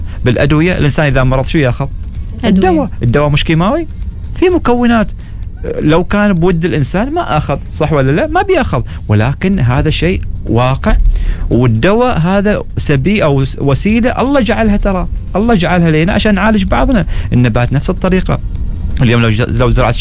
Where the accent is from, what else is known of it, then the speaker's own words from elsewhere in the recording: Oman; احنا حبنا للطبيعه احنا كعمانيين هو الاساس